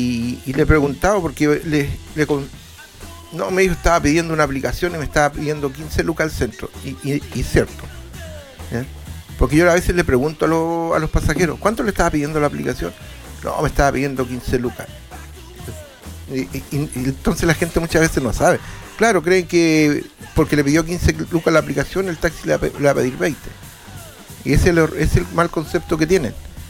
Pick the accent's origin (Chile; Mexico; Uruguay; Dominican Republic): Chile; La Serena, Coquimbo; No es solamente pensar que, oh, no, es Coquimbo y yo soy de La Serena, no estoy ni ahí, que ojalá que pierdan.